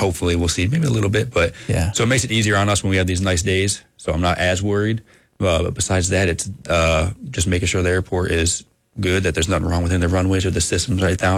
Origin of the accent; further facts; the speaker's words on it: Napoleon, Michigan, United States; also born or lived in Ann Arbor, Michigan; I was born and raised in Napoleon, Michigan, which is a small little farm town. It has like one little blinking stoplight there. just west of Brooklyn, I guess you could say.